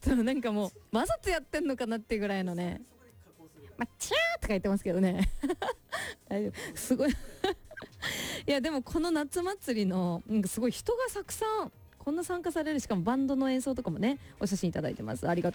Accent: Kumamoto, Japan; もう20年ぐらい前に地元熊本の、城北高校の応援に甲子園に行った時の対戦相手が智弁和歌山

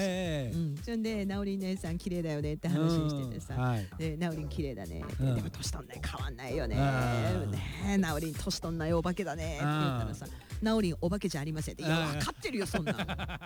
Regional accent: Ibaraki, Japan; accent: Ibaraki dialect

